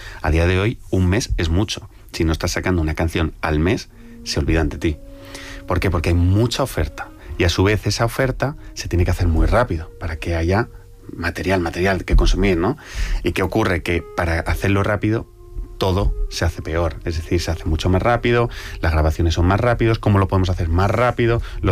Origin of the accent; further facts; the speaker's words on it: Italy; que me voy hacia el italiano, porque también soy italiano